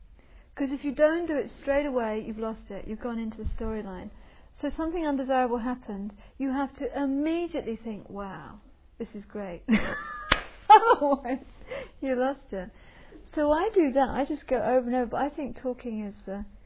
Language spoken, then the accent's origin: English; England, United Kingdom; And being English